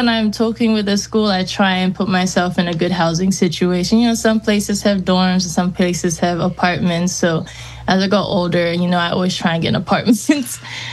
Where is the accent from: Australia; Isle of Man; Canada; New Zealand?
New Zealand; now in United States; You know, I grew up in New Zealand, so being around a lot of cultures was a little hard sometimes